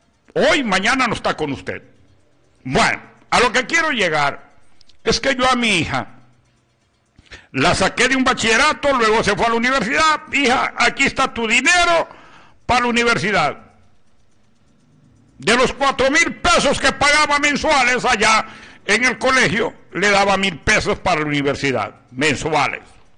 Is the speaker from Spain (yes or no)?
no; Honduras; Yo soy hondureño.